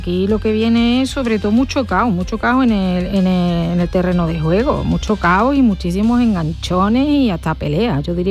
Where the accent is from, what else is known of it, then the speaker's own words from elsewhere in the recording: Santa Ana la Real, Andalusia, Spain; Santa Ana la Real, en la provincia de Huelva, está entre Alájar y Almonaster.